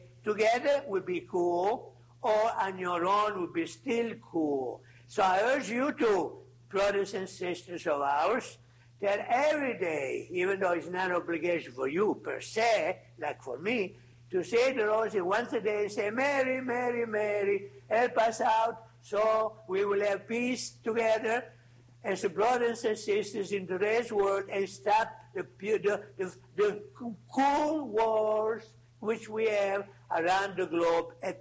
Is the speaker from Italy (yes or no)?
yes; Italy; moved away; Our Lady of Della Nova, my hometown where I was born a few years ago